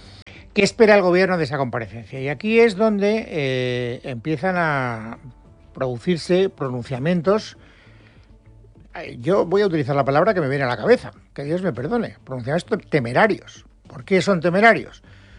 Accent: Valencian Community, Spain; Soy valenciano.

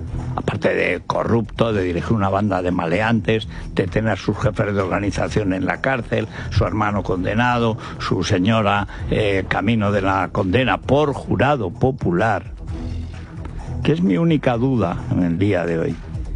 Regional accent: Teruel, Aragon, Spain; porque en Teruel somos como somos.

